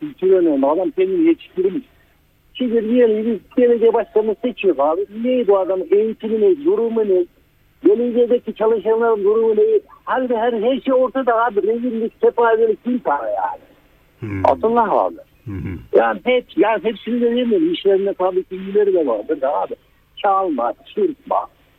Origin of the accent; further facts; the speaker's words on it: Kayseri, Turkey; now in Istanbul, Turkey; Ya Atullah abi, biraz önce ben de aslında Kayseri'liyim.